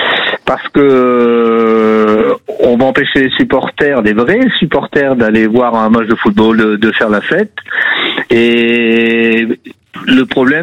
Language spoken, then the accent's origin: French; Hauts-de-France, France; En plus, je suis originaire du Nord, donc je connais bien Lens, Lille, tout ça.